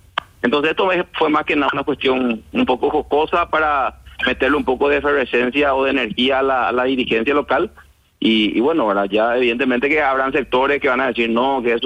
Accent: Paraguay; Nosotros creo que si algo tenemos que entender nosotros como paraguayos primero

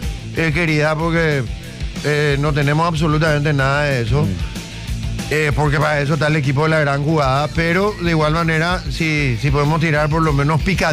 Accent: Paraguay

